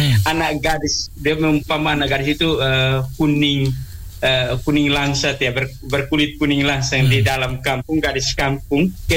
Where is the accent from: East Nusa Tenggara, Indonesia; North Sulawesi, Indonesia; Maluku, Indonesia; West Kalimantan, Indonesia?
East Nusa Tenggara, Indonesia; South Central Timor; kami orang TTS